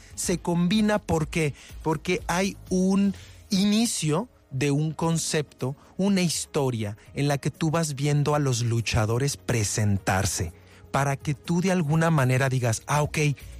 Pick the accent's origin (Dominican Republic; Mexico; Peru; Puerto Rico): Mexico; nosotros como mexicanos